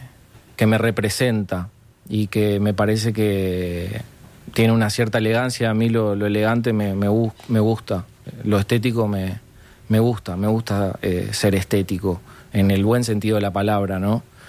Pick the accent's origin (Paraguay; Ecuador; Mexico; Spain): Paraguay; Asunción; born there; Mis padres son los dos uruguayos. Mi padre ya fallecido de buceo y mi madre de Brazo Oriental. Y yo nací en Asunción, Paraguay.